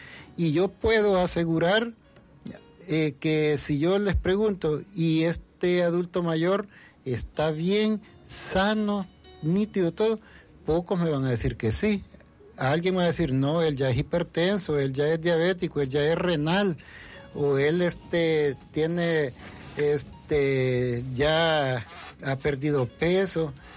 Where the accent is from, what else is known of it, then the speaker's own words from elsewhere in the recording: El Salvador; nosotros como sociedad, digamos, acá salvadoreña